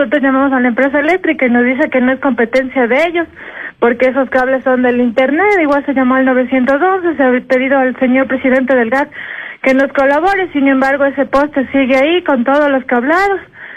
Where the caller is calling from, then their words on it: Pichincha, Ecuador; Le estoy llamando desde Pintas.